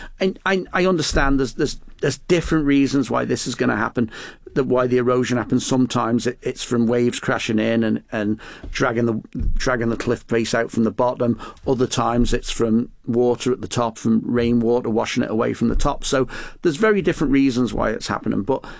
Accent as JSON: {"language": "English", "town": "Douglas", "country": "Isle of Man", "tie": "born or raised there", "said": "I was born in Douglas. I was brought up in a hotel on Broadway, the Shaftesbury. I lived here in the best of times."}